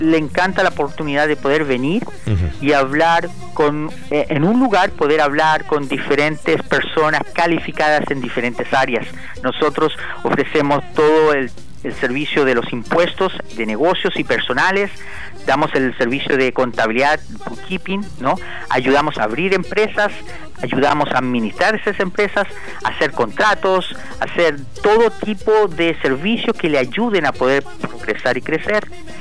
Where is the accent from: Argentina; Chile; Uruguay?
Chile; moved away as an adult; now in United States; Yo soy inmigrante también, vengo de Chile. Uh-huh. Llegué aquí a los 18 años